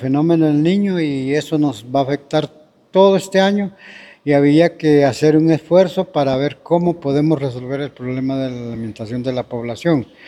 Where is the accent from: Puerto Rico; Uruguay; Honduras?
Honduras; Marcala, La Paz; estamos en esa área, estamos en la frontera del Salvador, yo vengo de Marcala, La Paz, y estamos en la mera frontera